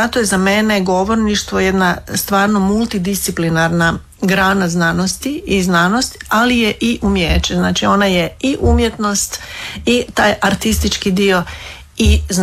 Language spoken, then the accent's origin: Croatian; Slavonia, Croatia; Kao što se kod mene možda ne čuje toliko, jer sam odrasla u Slavoniji, gdje se govori, gdje i naglasci nisu toliko izraženi.